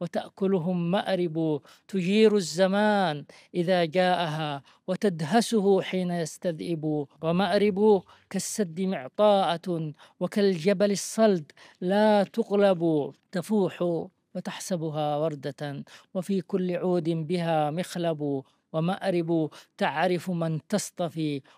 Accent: Yemen; born there; أسكن في قريتي التي ولدت فيها أعلى جبل يطل على تهامة وعلى البحر

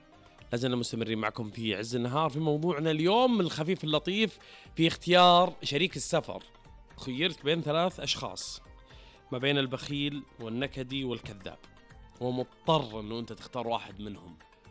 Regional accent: Saudi Arabia; كلنا كسعوديين

